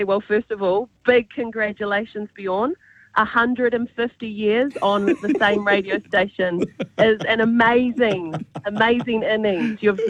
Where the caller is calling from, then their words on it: Christchurch, Canterbury, New Zealand; I am in Ototahi.